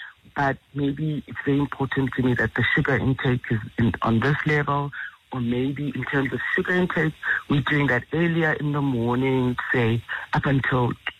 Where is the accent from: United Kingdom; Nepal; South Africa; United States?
South Africa; Mthatha, Eastern Cape; where we grew up in Umtata